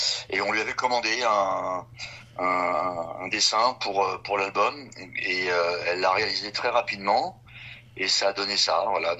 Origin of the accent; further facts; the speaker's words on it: Île-de-France, France; Région parisienne.